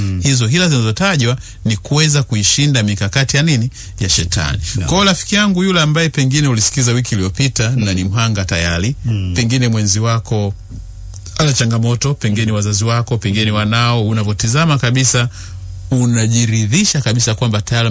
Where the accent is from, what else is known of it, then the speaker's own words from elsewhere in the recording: Ukerewe, Mwanza, Tanzania; Maki sasa umetuacha sisi ambao tumetoka kule tumetoka kule Kasaramsenga, Kaparamsenga na kule Uviza na kule Ukerewe.